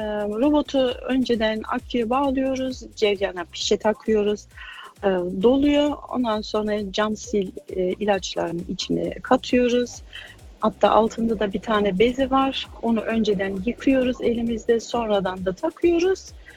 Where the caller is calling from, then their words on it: Berlin, Germany; Berlin'den arıyorum.